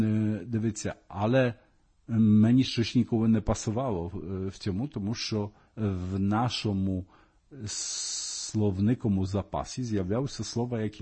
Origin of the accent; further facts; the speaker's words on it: Poland; Ukrainian is a second language; moved away; коли я говорив, що я з Польщі